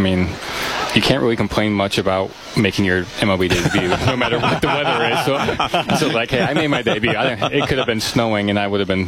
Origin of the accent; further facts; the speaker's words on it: Clinton, Iowa, United States; So I grew up in Clinton, Iowa.